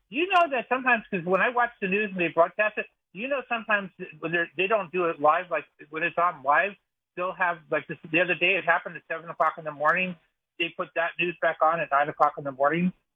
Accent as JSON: {"language": "English", "region": "New Jersey", "country": "United States", "said": "Yeah, I'm from New Jersey, North New Jersey, yep."}